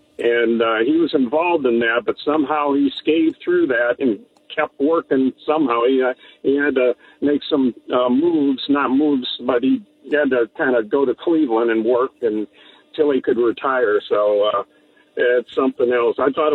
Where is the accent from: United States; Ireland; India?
Ireland; I do know, Chris, because I am Irish.